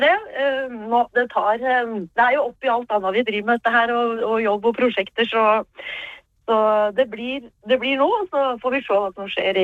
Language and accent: Norwegian; Innlandet, Norway; Jeg jo født og oppvokst I Haraldsbygda